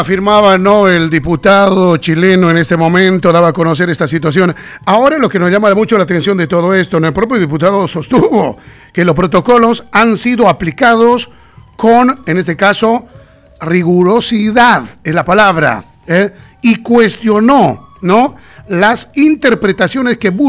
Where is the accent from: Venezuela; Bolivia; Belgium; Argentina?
Bolivia